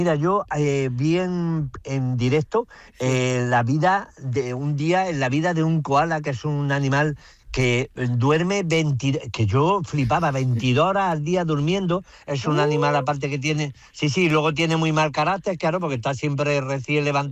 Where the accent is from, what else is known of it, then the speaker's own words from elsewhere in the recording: Jaén, Andalusia, Spain; bueno, no soy políglota, soy de Jaén